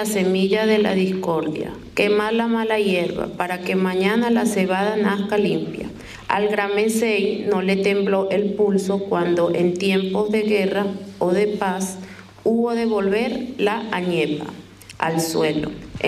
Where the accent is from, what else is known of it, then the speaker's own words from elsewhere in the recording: Caracas, Capital District, Venezuela; soy de Caracas.